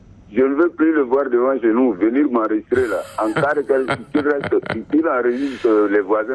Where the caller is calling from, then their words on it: Toukra, Chad; Moi, je suis à Tokra